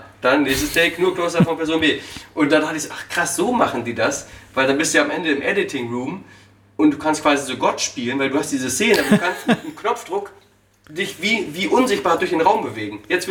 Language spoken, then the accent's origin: German; Osnabrück, Lower Saxony, Germany; Also ich komme aus Osnabrück, Norddeutschland.